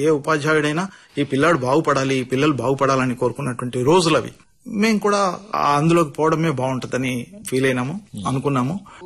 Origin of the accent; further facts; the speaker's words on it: Kamareddy, Telangana, India; కామారెడ్డి అప్పుడు అది ఉమ్మడి నిజామాబాద్ జిల్లాలో ఉండేది. అట్లాంటి కుటుంబంలో పుట్టిన తర్వాత 10వ తరగతి తర్వాత చదువుకునే అవకాశం లేదు నాకు, ఎందుకంటే మా కుటుంబ పరిస్థితులు.